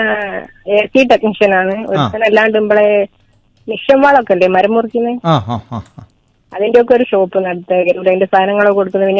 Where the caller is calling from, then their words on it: Kerala, India; ഗരുവിന്ന് തലശ്ശേരിക്കടുത്ത്